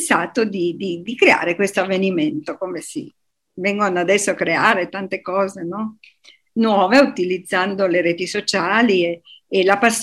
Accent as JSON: {"language": "Italian", "town": "Turin", "region": "Piedmont", "country": "Italy"}